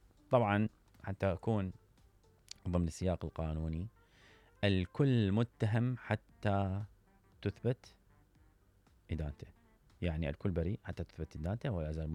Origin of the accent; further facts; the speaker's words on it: Iraq; بس إحنا كمواطنين عراقيين فقرة ما نعرف من هذولي